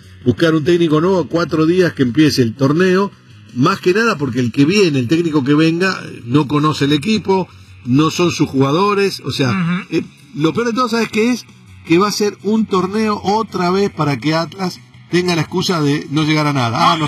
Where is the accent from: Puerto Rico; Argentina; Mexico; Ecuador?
Argentina; Buenos Aires; now in Miami, United States; yo no soy de Tucumán, yo soy de Buenos Aires, y yo estudié tres años en la Facultad de Arquitectura, en la UBA, la Universidad de Buenos Aires, ahí al frente de la cancha de River Plate.